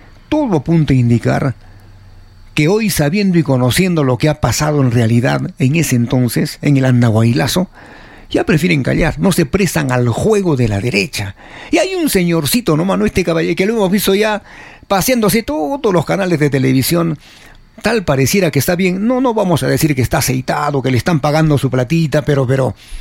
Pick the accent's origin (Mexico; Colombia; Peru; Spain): Peru; Porque no estaba de acuerdo, como muchos peruanos, millones de peruanos, con un gobierno de Toledo que ya terminó saliendo por la tangente. Política entreguista, la entrega de nuestro gas